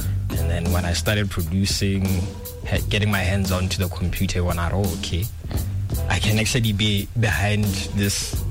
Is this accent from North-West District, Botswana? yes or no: yes; Maun, North-West District, Botswana; I'm from Maung. And I'm Herero by culture.